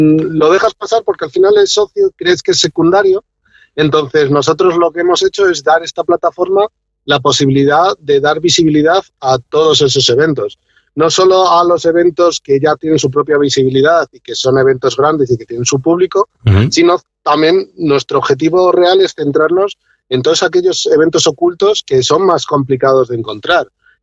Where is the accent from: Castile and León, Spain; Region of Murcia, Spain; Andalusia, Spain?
Castile and León, Spain; León; also born or lived in Madrid / Gijón; soy un chico de León, estudié Ingeniería Informática en la Universidad de León. Estuve trabajando por Madrid, por Gijón y ahora he vuelto a la tierra.